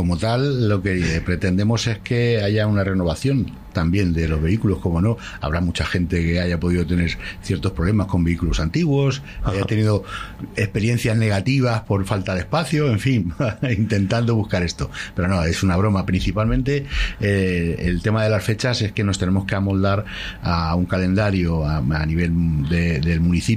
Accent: Collado Villalba, Community of Madrid, Spain; Yo soy de Villalba, de hace muchísimos años

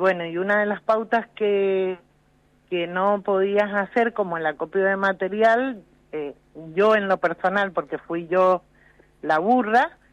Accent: Rivadavia, Mendoza, Argentina; Nosotros somos del este, de Rivadavia.

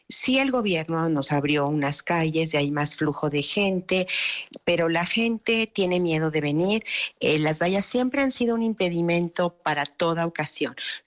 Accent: Mexico; Y me siento como mexicana tan impotente, tan impotente.

